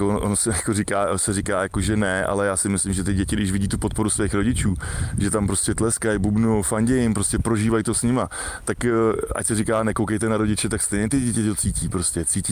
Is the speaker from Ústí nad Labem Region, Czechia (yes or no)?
yes; Děčín, Ústí nad Labem Region, Czechia; a u nás v Děčíně kor, jakoby, my to máme prostě rádi, to my to máme v krvi, my tady na severu to máme trošku složitější